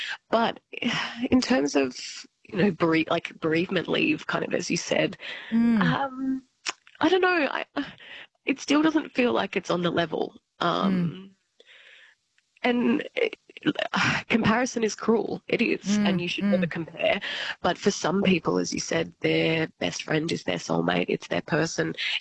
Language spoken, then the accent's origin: English; Albury, New South Wales, Australia; In Albury-Wodonga, so I'm from Albury, yes.